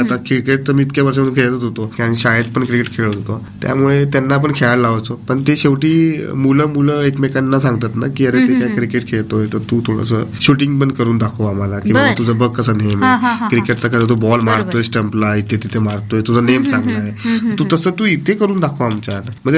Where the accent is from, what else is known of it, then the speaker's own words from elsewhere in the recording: Jalgaon, Maharashtra, India; born there; also born or lived in Mumbai; हो, मी जळगावच आहे.